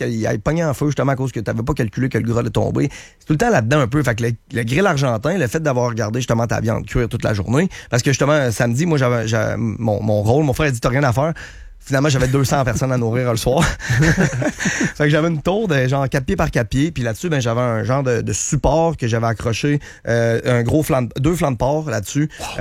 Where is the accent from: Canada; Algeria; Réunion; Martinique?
Canada; Saint-Jean-Chrysostome, Quebec; puis on vient de Saint-Jean-Chrysostome, okay, le Québec, ouais.